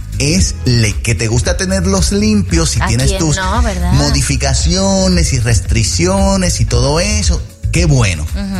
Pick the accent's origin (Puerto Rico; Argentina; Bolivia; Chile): Puerto Rico; moved away; yo soy boricua y viví gran parte de mi vida en Puerto Rico.